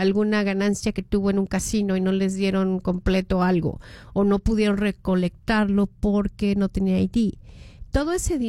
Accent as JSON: {"language": "Spanish", "region": "Mexico City", "country": "Mexico", "lives_now": "United States", "said": "Ah, yo soy de la Ciudad de México, así que pues mi mero mole."}